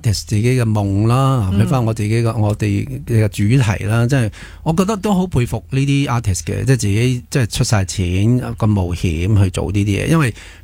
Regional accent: Hong Kong; 因為我哋香港人都幾熟嘅，對於《白蛇傳》呢樣嘢

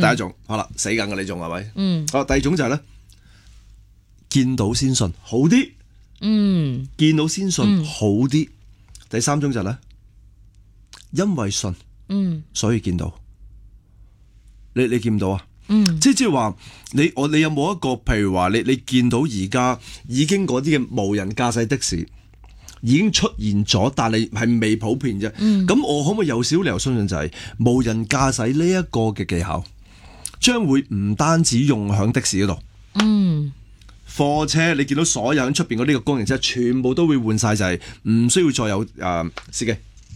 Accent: Hong Kong; 我是一个土生土长香港人，你听我啲广东话知道啦。

